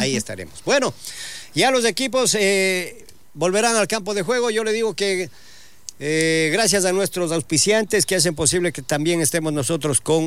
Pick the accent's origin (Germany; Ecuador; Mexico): Ecuador; todos somos ecuatorianos